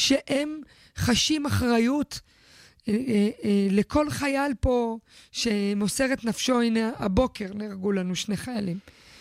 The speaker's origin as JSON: {"language": "Hebrew", "town": "Beersheba", "region": "Southern District", "country": "Israel", "tie": "born or raised there", "said": "אני גדלתי בבאר שבע בשנות ה-90, גרנו ברחוב העלייה, השבעת לך רומנים, פולנים, מרוקאים, פרסים, דתיים, חרדים, חילונים."}